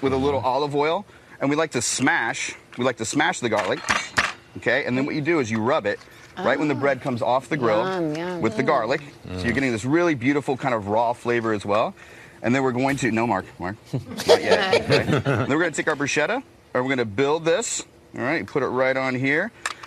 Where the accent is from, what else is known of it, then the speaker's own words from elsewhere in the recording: Ohio, United States; I'm from Ohio originally.